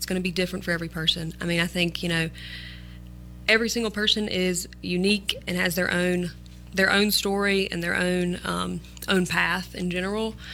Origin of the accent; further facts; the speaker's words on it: Stokes, North Carolina, United States; I also grew up around here. I grew up in Stokes, Bethel area, and I also went to North Pitt High School.